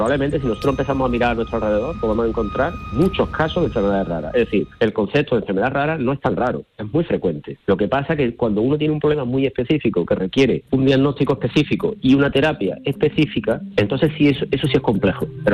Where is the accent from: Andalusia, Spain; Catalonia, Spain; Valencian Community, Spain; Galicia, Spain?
Andalusia, Spain; Córdoba; born there; now in Seville, Spain; soy catedrático de la Universidad Pablo Olavide, cordobés de nacimiento, vivo en Sevilla